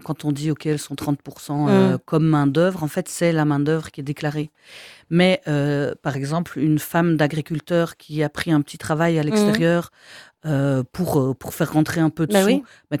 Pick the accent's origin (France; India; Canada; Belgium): Belgium; Luxembourg; accent: Luxembourg province; on part de la province de Luxembourg, je fais des études à Louvain-la-Neuve, il faut que j'enlève mon accent.